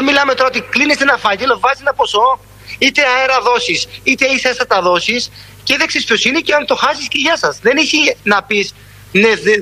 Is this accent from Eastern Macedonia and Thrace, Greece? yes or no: no; Stegna, South Aegean, Greece; Με τον μπαμπά μεγάλωσα στα Στεγνά.